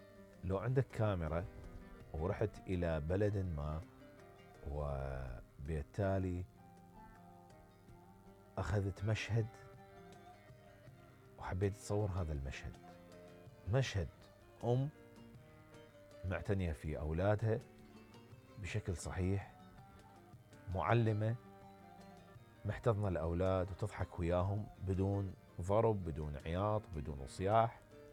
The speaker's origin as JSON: {"language": "Arabic", "country": "Iraq", "moved": "yes"}